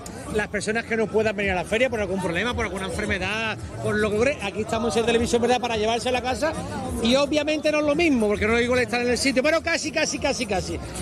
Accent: Seville, Andalusia, Spain; also born or lived in Madrid; yo durante un tiempo viví en Madrid, sabe que soy sevillano

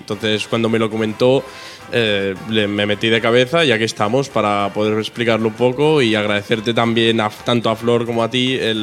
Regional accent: Tarragona, Catalonia, Spain; now in Badalona, Spain; soy de Tarragona, aunque resido en Badalona.

